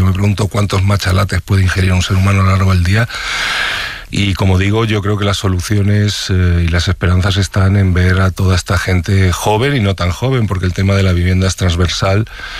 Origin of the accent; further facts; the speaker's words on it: Madrid, Community of Madrid, Spain; Yo soy muy urbanita, yo soy de Madrid, nunca tuve abuelitos con pueblo ni cosas de estas, soy muy urbanita.